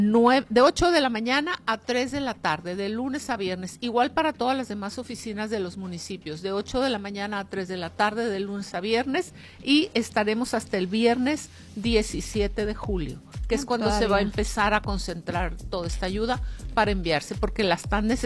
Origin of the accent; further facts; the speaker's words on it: Sinaloa, Mexico; nosotros como sinaloenses, como mexicanos